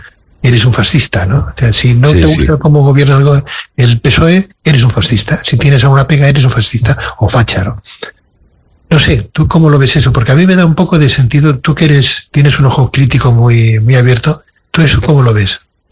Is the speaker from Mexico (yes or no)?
no; Spain; A nosotros de la nacionalidad no la hemos tenido que ganar, como españoles, nuestros padres, nuestros abuelos, nuestros de aquí de siempre.